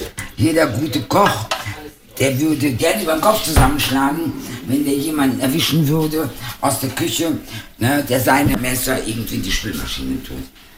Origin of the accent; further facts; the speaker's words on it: Spain; Aber es wäre, glaube ich, als Spanierin auch schwierig zu sagen, man mag keine Oliven.